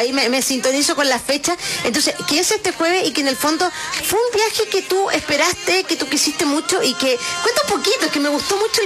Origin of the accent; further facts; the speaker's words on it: Chile; nuevos desarrollos que también como chilenos podemos incorporar incorporar.